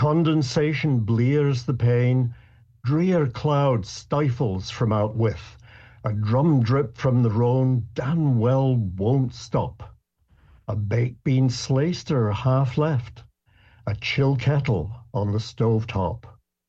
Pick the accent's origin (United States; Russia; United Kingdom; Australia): United Kingdom; Scotland; I'm a Scot. That's my nationality. And that means that I speak in Scots, which, by the way, is a language.